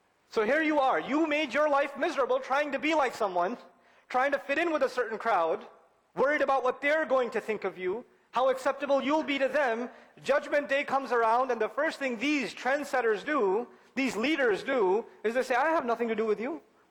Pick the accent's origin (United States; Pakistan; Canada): Pakistan; I'm from Pakistan originally, and this is a problem in Pakistan, I'll tell you.